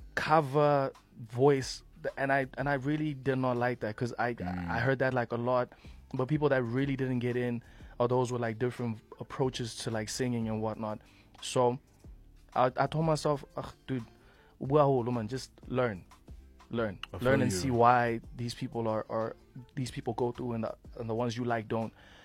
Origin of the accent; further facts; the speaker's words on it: Gauteng, South Africa; also born or lived in Botshabelo, Free State; I am from the Vaal. I was born in Botshabelo in Bloemfontein, but I grew up in the Vaal.